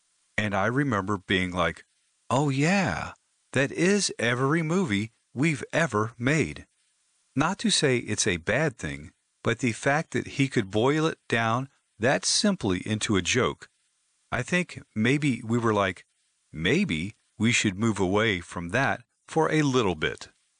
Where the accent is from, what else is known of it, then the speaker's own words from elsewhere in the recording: Pacific Northwest, United States; I'm from the Pacific Northwest. We were ahead of the curve on a lot of that stuff in the 80s and 90s.